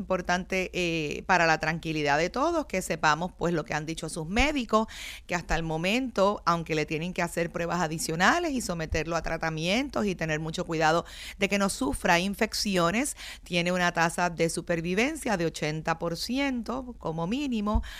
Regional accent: Hato Rey, Puerto Rico; Yo me crié muy, muy cerca de la barriada Las Monjas. Yo me crié en Floral Park, también en Atorrey, cerquita de Las Monjas.

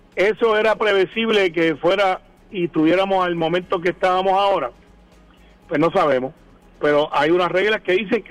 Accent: Guaynabo, Puerto Rico; Yo soy de Guaynabo

